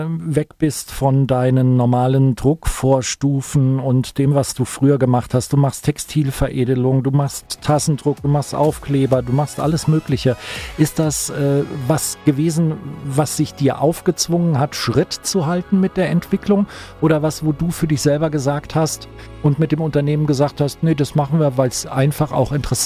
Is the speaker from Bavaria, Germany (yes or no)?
no; Rhineland-Palatinate, Germany; wenn ich gefragt werde, wo kommst du her? Westerwald? Kenne ich nicht. Ja, Mondabauer kennt man vielleicht noch so, ne? Aber dann Rhein-Mosel. Rhein-Mosel, Koblenz, Deutsches Eck. Ah ja, genau da. Wir genau wohnen da, so wo es, andere Urlaub machen.